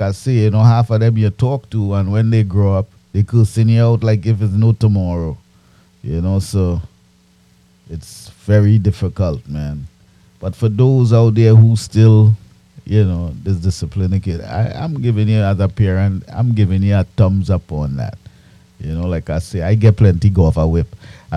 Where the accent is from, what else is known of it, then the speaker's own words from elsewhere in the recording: Trinidad & Tobago; moved away; when I was growing up in Trinidad